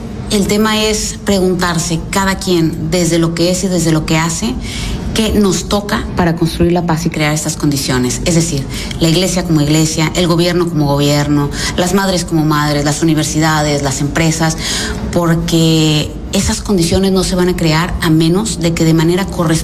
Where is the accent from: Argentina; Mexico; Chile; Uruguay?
Mexico; Y para prueba, pues soy la única mexicana aquí